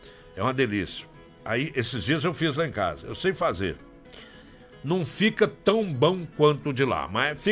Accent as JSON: {"language": "Portuguese", "town": "Belo Horizonte", "region": "Minas Gerais", "country": "Brazil", "moved": "yes", "said": "Toda vez que eu vou lá em Belo Horizonte, não faço, eu preciso ir lá, tô com saudade da minha terra."}